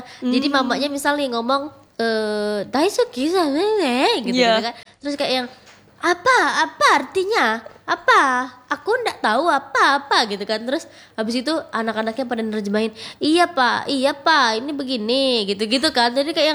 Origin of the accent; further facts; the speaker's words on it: East Java, Indonesia; Aku Jawa deh, aku Jawa Timur sama Jawa Timur. Berarti enggak blaster.